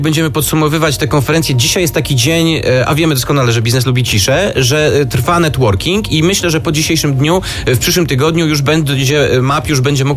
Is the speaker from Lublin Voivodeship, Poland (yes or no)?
yes; Lublin, Lublin Voivodeship, Poland; moved away as an adult; now in Warsaw, Poland; jestem z Lublina. Tak, przyjechałem do Warszawy uprawiając zupełnie inny zawód